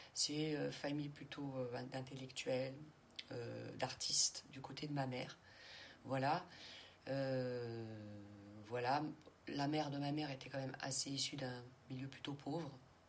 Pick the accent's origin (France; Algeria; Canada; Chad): France; Paris, Île-de-France; born there; moi, je venais de Barbès, c'est-à-dire que voilà, arabe et noir